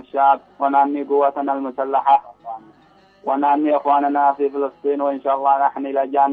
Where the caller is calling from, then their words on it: Al-Mahabisha, Hajjah, Yemen; من حج المحابشة